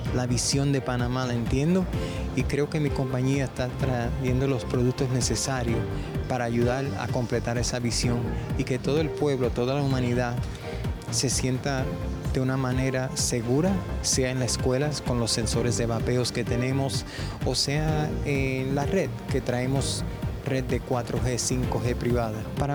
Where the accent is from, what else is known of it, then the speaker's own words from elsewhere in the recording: Puerto Rico; Yo como puertorriqueño y como una persona militar del ejército militar de Estados Unidos